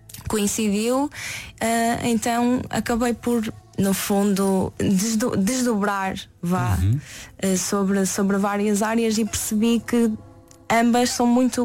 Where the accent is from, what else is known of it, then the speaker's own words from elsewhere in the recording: Portugal; Sou de Oliveira das Meias, Porto, Aveiro, por aí